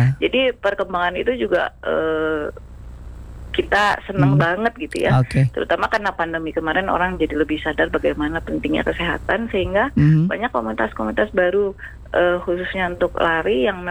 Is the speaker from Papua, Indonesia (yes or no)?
no; Bandung, West Java, Indonesia; Iya, kalau aku sih lahir besar di Bandung.